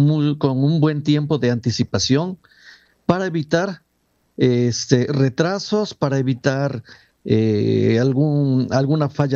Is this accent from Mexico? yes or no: yes; Huatusco, Veracruz, Mexico; born there; now in Xalapa, Mexico; yo nací en Huatusco, Veracruz. Saludo a todos mis paisanos de Huatusco